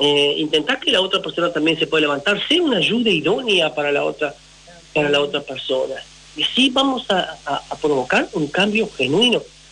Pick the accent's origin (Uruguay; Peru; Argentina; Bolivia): Uruguay; soy uruguayo, del interior, de tierra adentro